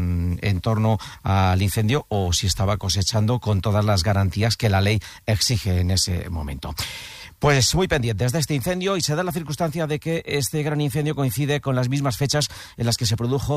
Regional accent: Cabanillas del Campo, Castilla-La Mancha, Spain

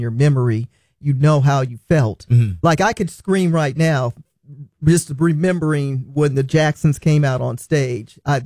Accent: California, United States; You know, growing up in California, you're going to always deal with earthquakes.

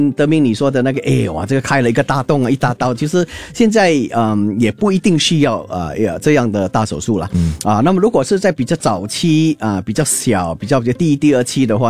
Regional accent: Singapore; 我们其实新加坡人都爱吃这是我们的饮食文化

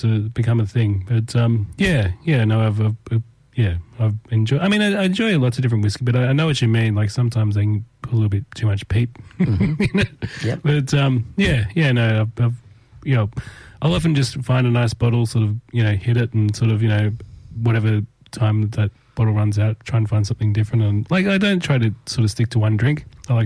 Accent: Tamworth, New South Wales, Australia; I grew up in Tamworth, yes.

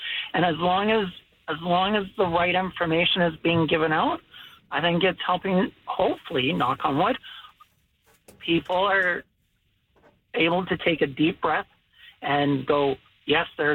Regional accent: Salmon Arm, British Columbia, Canada; I grew up here in Salmon Arm, and I remember the 1998 fire vividly.

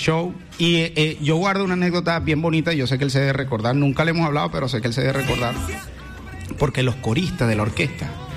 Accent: Barquisimeto, Lara, Venezuela; Soy de Barquisimeto, catalogada la capital musical de Venezuela.

